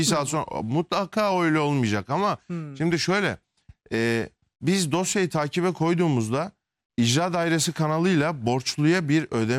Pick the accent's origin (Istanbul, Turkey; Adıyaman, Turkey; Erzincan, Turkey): Adıyaman, Turkey; Adıyamanlıyım.